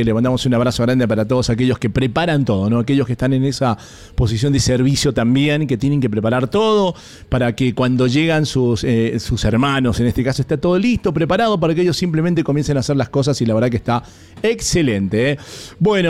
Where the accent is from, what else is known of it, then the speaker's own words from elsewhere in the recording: Mendoza, Argentina; no lo digo porque soy mendocino